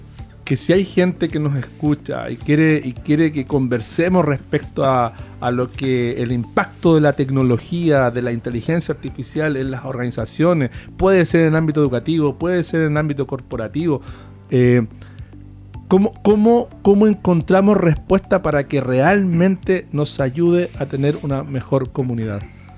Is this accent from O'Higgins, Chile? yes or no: yes; Santa Cruz, O'Higgins, Chile; Yo amo mi tierra, amo Colchagua, amo Santa Cruz